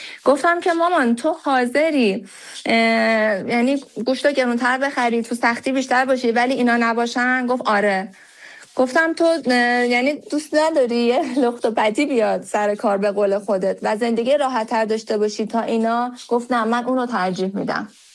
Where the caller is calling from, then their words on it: Tehran, Tehran Province, Iran; از تهران تماس میگیرم.